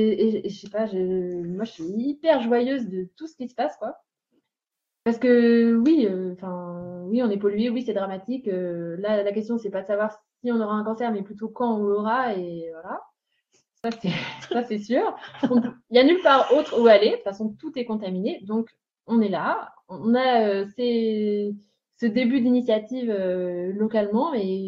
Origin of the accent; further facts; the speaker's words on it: Provence-Alpes-Côte d'Azur, France; moved away; Parce que moi, je viens des Alpes-de-Haute-Provence, donc de la moyenne montagne, où il y a beaucoup, beaucoup moins de pollution.